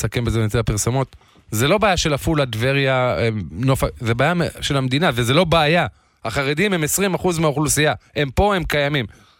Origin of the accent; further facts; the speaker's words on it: Afula, Northern District, Israel; אני גם גדלתי באפולה.